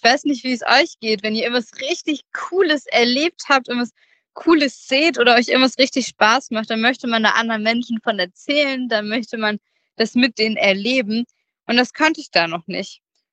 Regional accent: Germany; moved away as an adult; now in Austria; vielleicht hört ihr schon, ich komme gar nicht aus Österreich, sondern ich komme aus Deutschland und ich wohne ziemlich weit weg. Als ich nach Österreich gekommen bin, sind wir 9 Stunden mit dem Auto gefahren

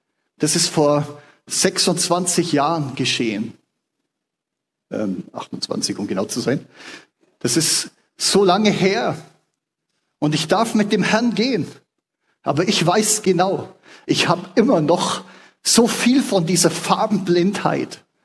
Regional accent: Bavaria, Germany; früher bin ich bin gebürtiger Allgäuer, auf dem Land aufgewachsen.

